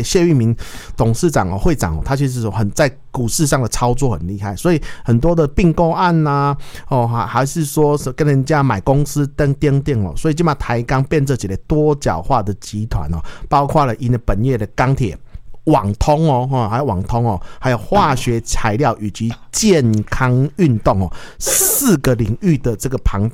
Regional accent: Taiwan

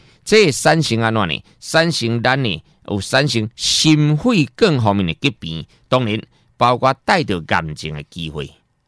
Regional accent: Taiwan; 我们台湾人

